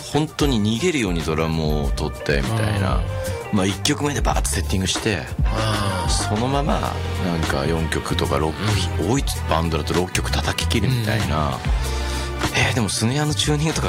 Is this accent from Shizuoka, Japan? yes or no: yes; Fujieda, Shizuoka, Japan; その時にあの地元の静岡県の藤枝市に